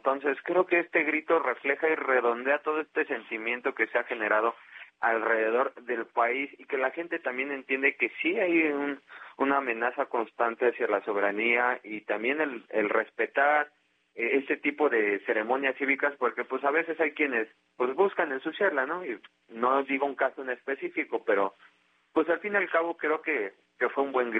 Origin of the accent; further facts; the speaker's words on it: Mexico; antes de ser reportero soy un ser humano y soy un mexicano y de verdad tengo sentimientos muy nacionalistas